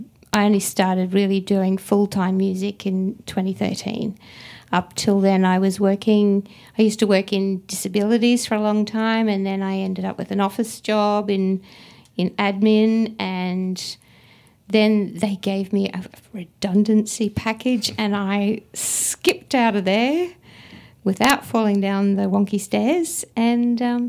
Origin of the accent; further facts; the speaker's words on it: Queensland, Australia; now in Adelaide, Australia; I grew up in far north Queensland, lovingly known as FNQ or FNQ. Yeah. And so we came down to Adelaide